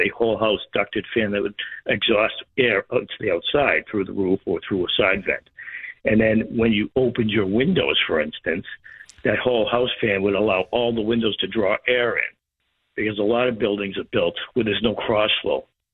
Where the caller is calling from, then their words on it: Kingston, Massachusetts, United States; from Kingston.